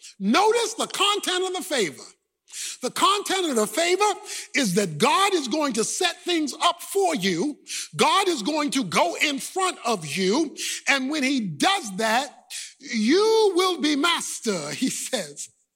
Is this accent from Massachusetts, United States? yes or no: no; Baltimore, Maryland, United States; born or raised there